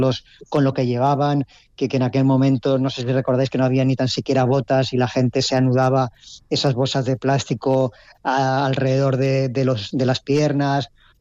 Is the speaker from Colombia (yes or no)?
no; Valencia, Valencian Community, Spain; Sí, claro. Y además no vivo lejos. Vivo pues al otro lado del río, pero bueno, pero mi zona siempre ha sido San Marcelino, siempre ha sido más hacia la Cruz Cubierta, toda esa parte